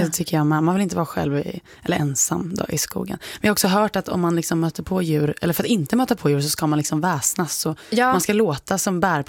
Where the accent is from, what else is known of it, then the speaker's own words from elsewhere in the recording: Kalmar, Kalmar County, Sweden; moved away; jag kommer från Kalmar och där pratar man mycket om vildsvin.